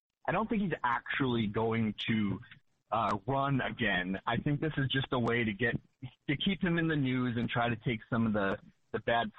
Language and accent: English; Massachusetts, United States; I'm from Massachusetts. I live in Southern California right now.